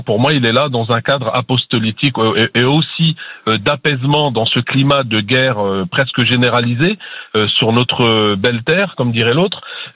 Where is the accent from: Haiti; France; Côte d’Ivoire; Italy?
France; Grand Est; born there; now in Nancy, France; Je suis né à côté de Colombey-les-Deux-Églises et on allait au presbytère de Blécourt.